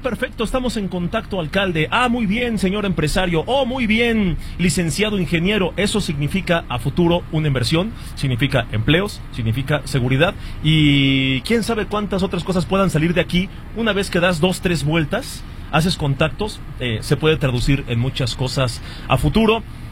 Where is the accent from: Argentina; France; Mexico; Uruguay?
Mexico; Michoacán; Soy de Michoacán.